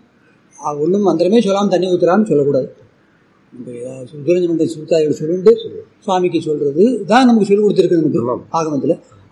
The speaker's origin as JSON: {"language": "Tamil", "town": "Mayiladuthurai", "region": "Tamil Nadu", "country": "India", "tie": "born or raised there", "said": "மயிலாடுதுறை தான் எனக்கு ஊர், அப்படி அங்கே தான் இருக்கேன்"}